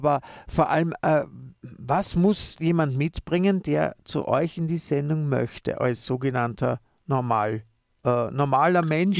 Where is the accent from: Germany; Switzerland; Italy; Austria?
Austria; Vienna; Also der Fabrizio als Italiener, ich als der richtige Wiener.